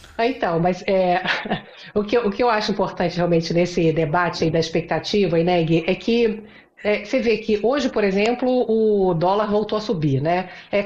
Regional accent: Rio de Janeiro, Brazil; estava rindo aqui, que eu sou carioca. E eu me lembro que assim que eu cheguei em São Paulo, uma pessoa me falou assim: Ah, você é carioca?

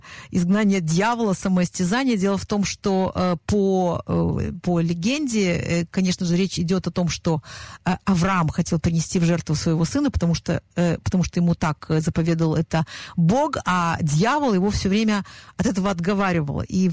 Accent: Israel; В Саудовской Аравии прекрасно знают, что мы из Израиля, но такова процедура.

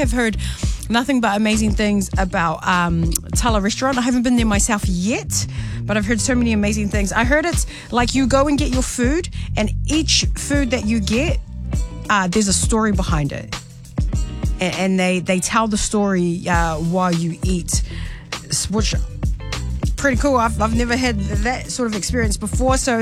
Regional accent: Samoa; accent: Samoan; now in Auckland, New Zealand; that's my Samoan accent coming out.

